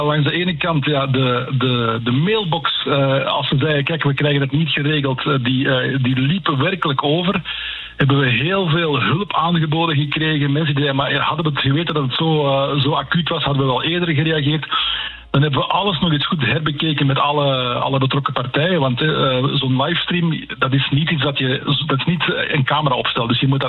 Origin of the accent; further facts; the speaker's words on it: Belgium; u hoort het, ik kom uit België.